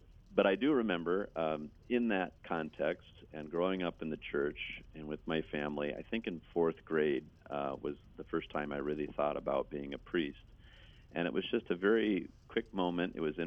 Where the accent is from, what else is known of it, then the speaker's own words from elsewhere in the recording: Ottumwa, Iowa, United States; now in Baker, United States; I'm the youngest of 11 children from Ottumwa, Iowa, is where I grew up in the Diocese of Davenport, so southeast Iowa